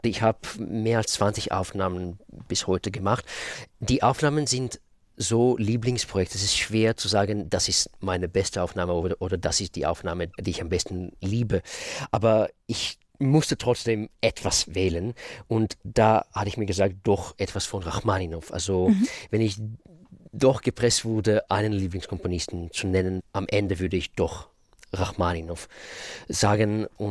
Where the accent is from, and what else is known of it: Israel; born or raised there; German is a second language; moved away as an adult